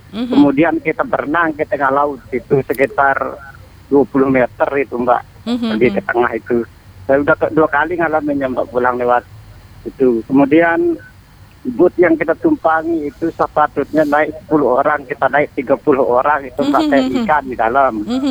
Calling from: East Lombok, West Nusa Tenggara, Indonesia; di Lombok Timur.

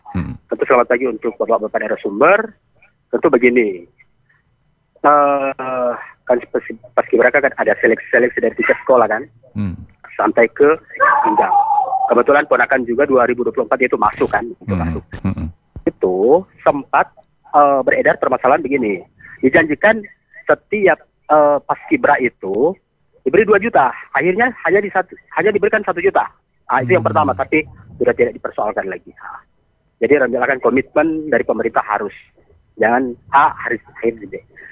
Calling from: Ranoyapo District, Motoling, North Sulawesi, Indonesia; saya, Kecamatan Ranu Yapu Motoling.

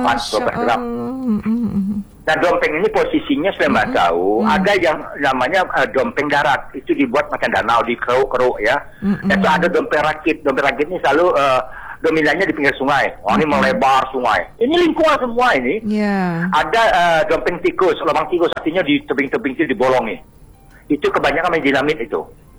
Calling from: Jambi, Indonesia; di Komang Kuning daerahku

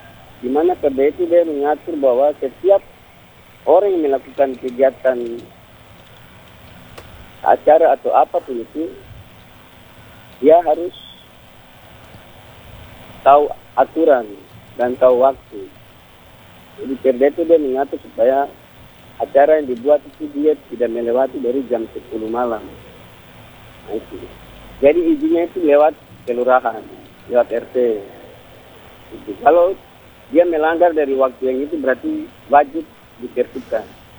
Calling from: Sorong, Southwest Papua, Indonesia; Saya juga sebagai warga Kota Sorong, dan kita semua sebagai warga Kota Sorong yang punya Kota Sorong ini

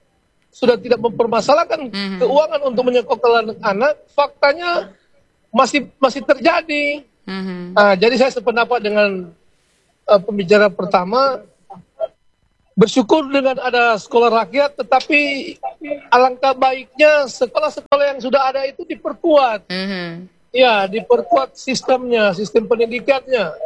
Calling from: Indonesia; Di Batungkas, di desa saya ada satu sekolah rakyat sementara dibangun

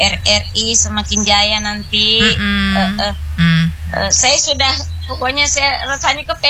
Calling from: Samarinda, East Kalimantan, Indonesia; kita sebagai warga Kaltim dan Samarinda khususnya

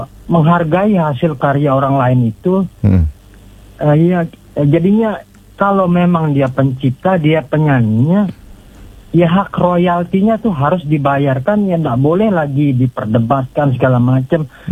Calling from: Mataram, West Nusa Tenggara, Indonesia; salam hormat saya dari … di Kota Mataram.

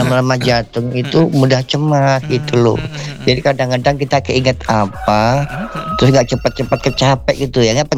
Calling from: Jakarta, Indonesia; Perempat FM, saya dari Jakarta.

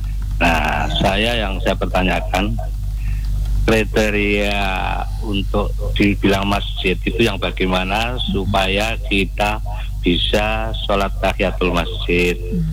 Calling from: Lampung, Indonesia; Dengan hamba Allah di Pesawaran.

